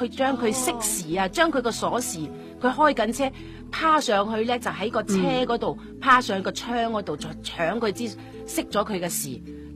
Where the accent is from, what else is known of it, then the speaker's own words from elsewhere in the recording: Singapore; born there; 然后佢翻我喺新加坡出世